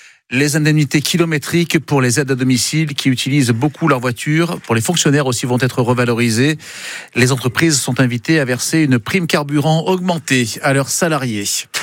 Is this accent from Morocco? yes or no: no; Marseille, Provence-Alpes-Côte d'Azur, France; born there; moved away; also born or lived in Saint-Étienne; Quand j'étais petit, j'habitais à Marseille